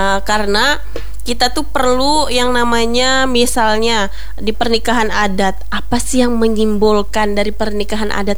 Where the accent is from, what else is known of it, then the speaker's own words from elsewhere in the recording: Central Kalimantan, Indonesia; saya sendiri dari Barito Timur, saya Dayak Mayan